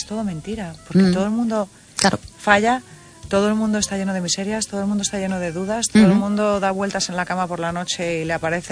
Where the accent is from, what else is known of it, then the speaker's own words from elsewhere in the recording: Cádiz, Andalusia, Spain; Que yo soy de Cádiz y Cádiz y Vigo tienen muchas cosas en común